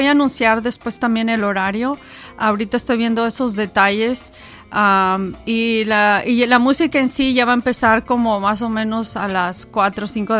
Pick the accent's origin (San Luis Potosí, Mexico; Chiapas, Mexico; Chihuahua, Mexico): San Luis Potosí, Mexico; No, sí, soy de San Luis Potosí.